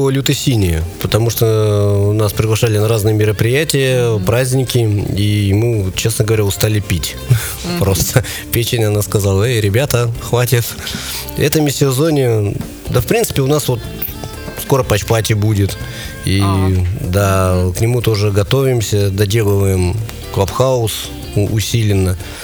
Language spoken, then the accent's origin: Russian; Saint Petersburg, Russia; Мы сказали, что с Питера.